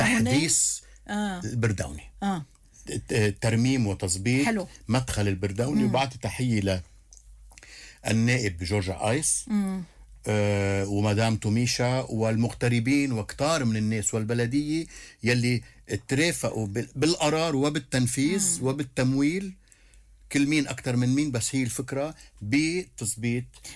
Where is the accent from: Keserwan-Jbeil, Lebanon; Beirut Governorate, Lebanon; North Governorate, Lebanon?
Keserwan-Jbeil, Lebanon; Achkout; الحب ما بيموت. ضيعتنا عشقوت.